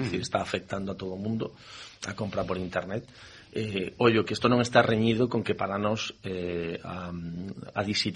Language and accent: Galician; Ourense, Galicia, Spain; Eu son de Ourense